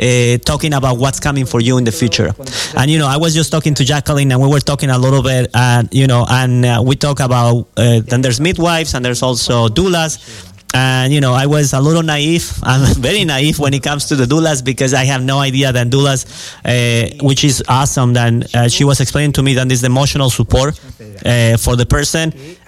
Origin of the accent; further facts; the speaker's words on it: Colima, Mexico; moved away; yo vengo de Colima, mis abuelos son de Tuxpan, de Ciudad Guzmán